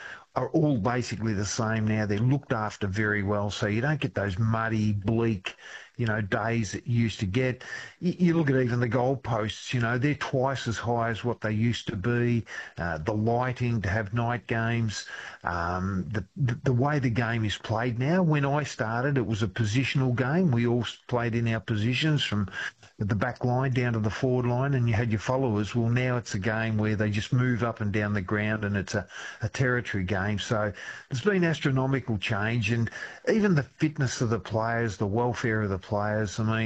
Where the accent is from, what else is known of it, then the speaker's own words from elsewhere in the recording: Maffra, Victoria, Australia; I grew up on a dairy farm just out of Maffra and had four sisters.